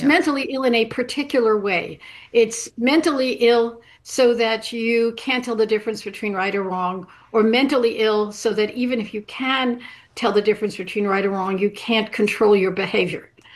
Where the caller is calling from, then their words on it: Martha's Vineyard, Massachusetts, United States; Hello, I'm calling you from Martha's Vineyard.